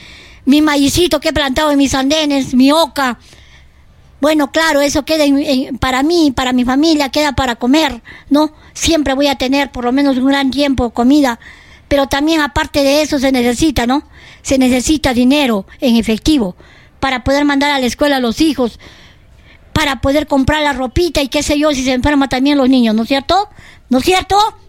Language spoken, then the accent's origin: Spanish; Arequipa, Peru; Esa es Arequipa. ¡Feliz día Arequipa! ¡Ay, somos arequipeños!